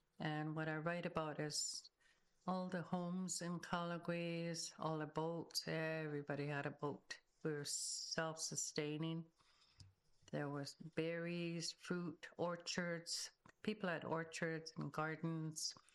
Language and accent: English; Turner Island, British Columbia, Canada; also born or lived in Alert Bay / Fort Rupert; I was born in Alert Bay and then raised for a little bit of time here in Tsakis, Fort Rupert. And then my grandparents, then I grew up in Turner Island and I grew up with them.